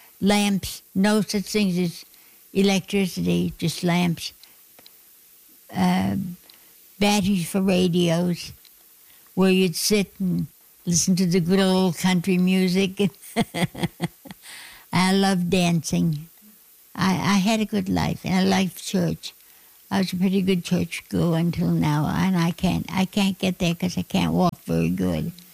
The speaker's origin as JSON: {"language": "English", "town": "Lake Pleasant", "region": "Nova Scotia", "country": "Canada", "tie": "born or raised there", "also_born_or_lived": "Springfield", "said": "I was born in Springfield, Nova Scotia, but lived in a little country home in Lake Pleasant, right off Springfield."}